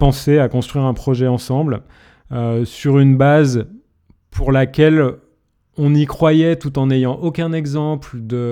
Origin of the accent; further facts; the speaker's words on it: Grenoble, Auvergne-Rhône-Alpes, France; moved away; revenir habiter là où j'ai grandi, c'est-à-dire vers Grenoble et les montagnes qui sont autour